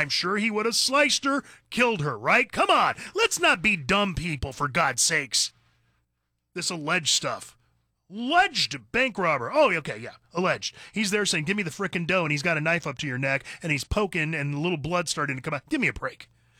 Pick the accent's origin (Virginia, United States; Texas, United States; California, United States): California, United States; moved away as an adult; I grew up in California.